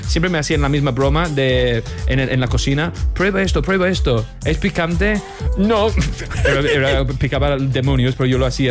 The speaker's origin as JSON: {"language": "Spanish", "region": "England", "country": "United Kingdom", "tie": "born there", "second_language": "Spanish", "moved": "yes", "said": "que en mi pueblo y en la cultura anglosajón hay muchos restaurantes indios de curry."}